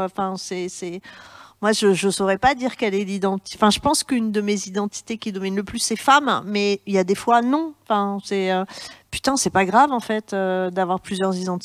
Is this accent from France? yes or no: yes; France